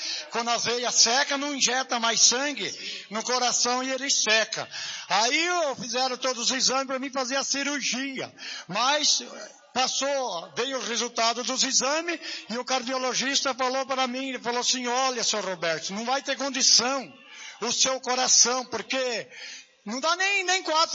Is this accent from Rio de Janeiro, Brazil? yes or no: no; Jundiaí, São Paulo, Brazil; Eu sou lá da cidade de Jundiaí.